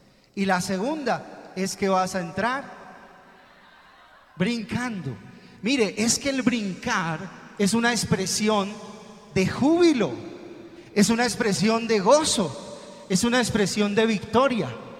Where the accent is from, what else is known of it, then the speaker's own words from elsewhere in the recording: Bogotá, Colombia; no soy paisa, soy bogotano.